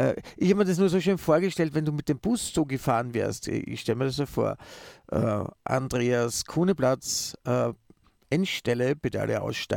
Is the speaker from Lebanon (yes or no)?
no; Austria; weil wir Österreicher, also ich als Österreicher habe eine andere Ausdrucksweise als